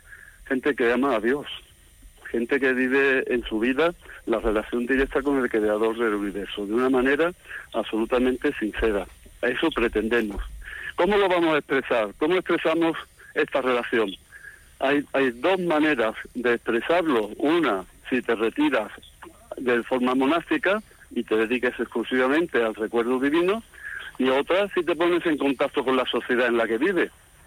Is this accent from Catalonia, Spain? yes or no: no; Seville, Andalusia, Spain; somos sevillanos